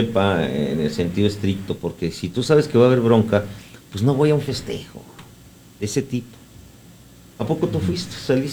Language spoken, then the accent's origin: Spanish; Mexico; Nosotros somos mexicanos.